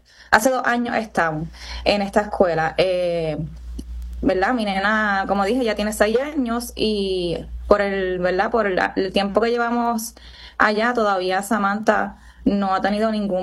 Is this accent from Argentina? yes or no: no; Barranquitas, Puerto Rico; Nosotros somos de Barranquitas